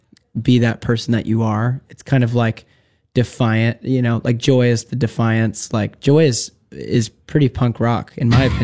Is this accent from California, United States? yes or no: yes; San Diego, California, United States; And we're from San Diego and we're pretty stoked guys.